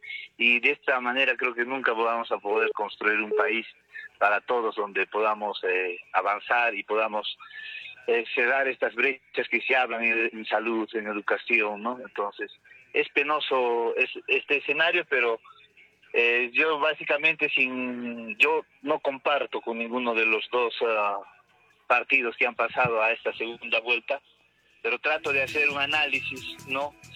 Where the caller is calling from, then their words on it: San Jerónimo, Cusco, Peru; yo soy cusqueño, jeronimiano